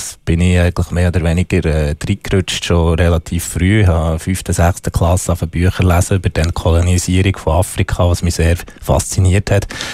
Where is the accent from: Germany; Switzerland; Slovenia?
Switzerland; Bern; für mich als Berner ist es ein Gefühl von Heimat, wenn